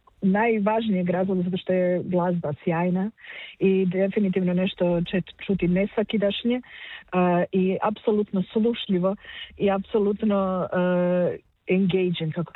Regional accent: Croatia; moved away as an adult; ja sam otišla iz Hrvatske prije 16 godina u nekako potrazi za daljnjim usavršavanjem

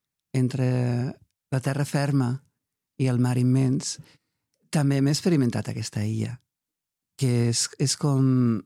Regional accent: Catalonia, Spain; Jo soc, els meus orígens són del Pallars, me fascinen les pedres. I a part sóc d'una zona del Pallars on també hi ha gent d'universitats d'arreu del món a estudiar aquell terreny.

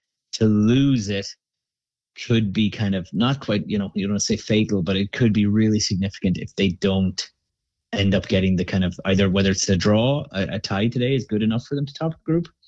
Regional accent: Ireland; now in Canada; I'm from Ireland originally, but I'm Canadian this month for sure. And I've been Canadian for 12 years already.

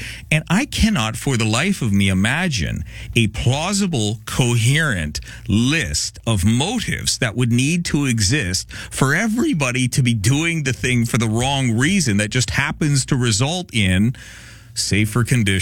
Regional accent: British Columbia, Canada; But as a British Columbian, I will express my apologies on their behalf.

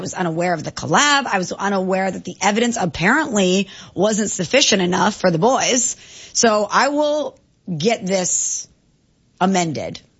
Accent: St. Louis, Missouri, United States; I had the honor of throwing out the first pitch for the St. Louis Cardinals, my hometown franchise that I grew up loving, so loved to this day.

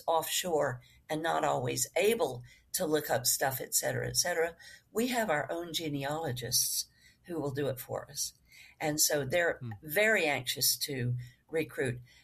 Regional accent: Tampa, Florida, United States; moved away as an adult; also born or lived in New York City; I moved to New York City from Tampa, where I grew up

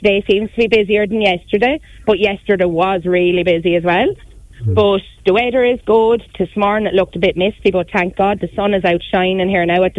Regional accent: County Wexford, Ireland; I'm from Wexford.

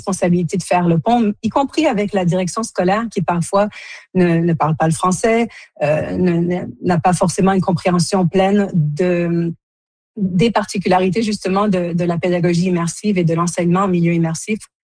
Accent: Quebec, Canada; born there; si je suis née au Canada, née au Québec, c'est grâce à l'immersion française, parce que ma maman faisait partie des pionnières de l'immersion française et mon papa est venu la rejoindre au Canada.

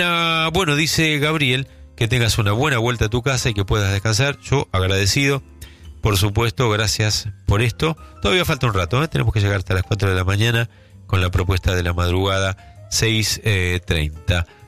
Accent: La Rioja, Argentina; Aunque yo soy riojano y hago la insistencia en invitarlos a que visiten La Rioja

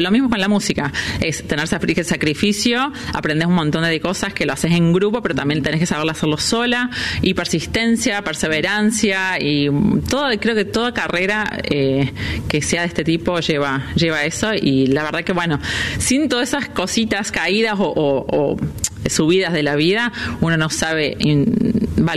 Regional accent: Córdoba, Argentina; moved away as an adult; also born or lived in New York; now in Miami, United States; como cordobesa, creo que si me preguntás, me quedo yo con el micrófono

